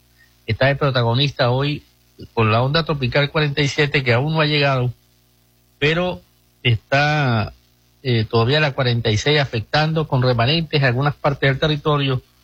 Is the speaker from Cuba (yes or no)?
no; Eastern Venezuela, Venezuela; Un navegado, porque yo soy caraqueño oriental.